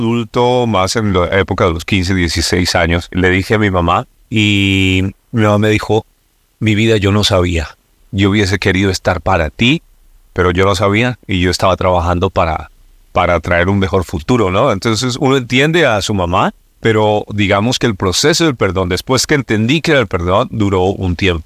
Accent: Bogotá, Colombia; yo soy de Bogotá, Colombia. Nací por allá en el año 77. Yo tengo cuatro hermanos. Nací en una familia que no era cristiana

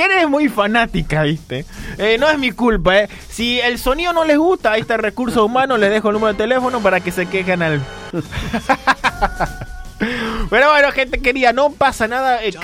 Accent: Paraguay; Porque soy paraguayo

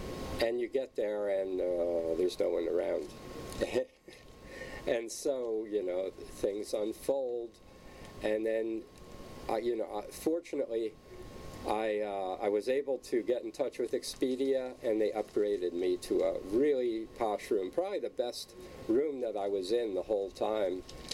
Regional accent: United States; moved away; as an American

